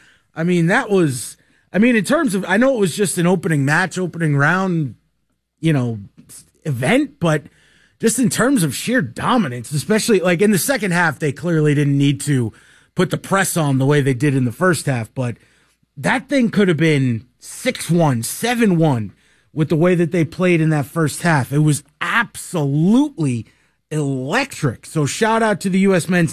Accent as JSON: {"language": "English", "region": "New York", "country": "United States", "tie": "born or raised there", "moved": "yes", "said": "I grew up in New York."}